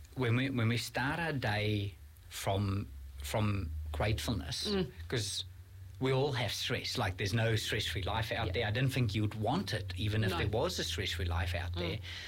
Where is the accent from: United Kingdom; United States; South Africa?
South Africa; born there; moved away; I was born in South Africa